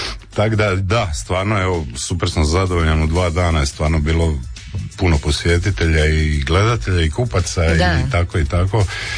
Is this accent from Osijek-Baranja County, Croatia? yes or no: yes; Osijek, Osijek-Baranja County, Croatia; Zapravo ja sam iz Osijeka.